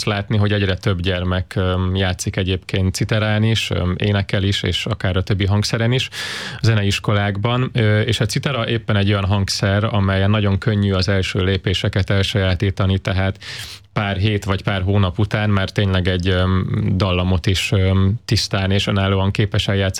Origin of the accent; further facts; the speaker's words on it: Nova, Zala, Hungary; én magam is egyébként Zalából származom, a gyermekkoromat Nován töltöttem, és hát Nova egyébként a Göcsei szíve